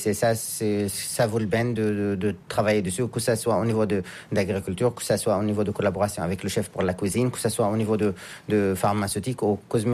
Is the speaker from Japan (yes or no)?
yes; Tokyo, Japan; also born or lived in France; Je suis d'origine de France, mais que j'ai grandi ici au Japon. Depuis 25 ans à Tokyo